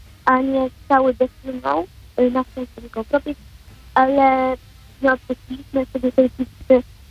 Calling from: Kraków, Lesser Poland, Poland

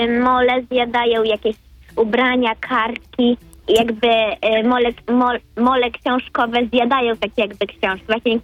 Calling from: Konstancin-Jeziorna, Masovian Voivodeship, Poland; Konstancina Jeziorny.

